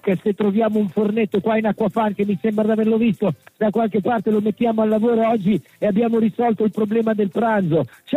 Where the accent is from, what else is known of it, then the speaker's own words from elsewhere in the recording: Bologna, Emilia-Romagna, Italy; Io da bolognese il piatto della tradizione è il tortellino